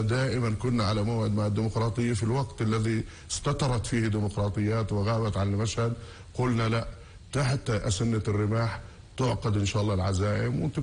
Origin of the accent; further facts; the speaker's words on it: Palestine; أنا فخور كفتحاوي، فخور كفلسطيني